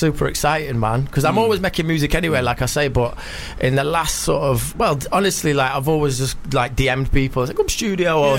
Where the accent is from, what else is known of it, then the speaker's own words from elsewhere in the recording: Sheffield, Yorkshire and the Humber, United Kingdom; from Sheffield. I'm from Sheffield, so he's always been my favourite MC.